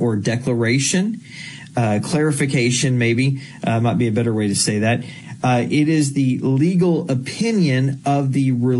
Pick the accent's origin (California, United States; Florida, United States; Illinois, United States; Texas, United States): Texas, United States; my home state of Texas